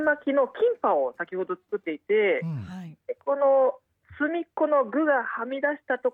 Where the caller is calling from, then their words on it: Nagoya, Aichi, Japan; オラ、愛知県名古屋市から … 。よろしくお願いします、